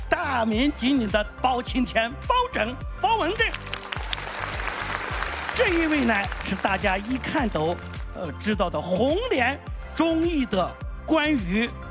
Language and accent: Chinese; Shaanxi, China; 按我们陕西话说，杨二浪，